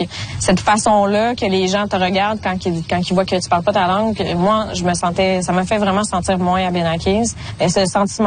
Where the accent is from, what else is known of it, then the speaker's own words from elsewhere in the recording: Odanak, Quebec, Canada; j'ai grandi à Ardenac.